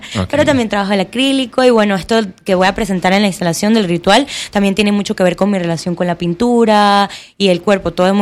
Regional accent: Panama; Yo tengo ya 7 años de estar trabajando aquí, yo soy panameña, también me preguntan bastante, yo soy panameña, soy artista plástica de tiempo completo

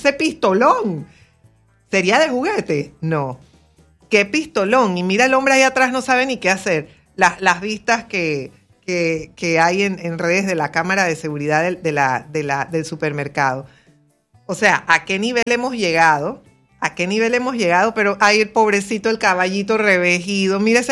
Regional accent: Panama City, Panamá, Panama; siendo panameña, siendo capitalina, habiendo crecido con la cultura canalera

